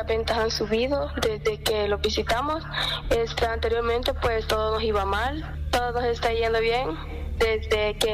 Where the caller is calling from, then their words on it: Sonsonate, El Salvador; De Sonsonate.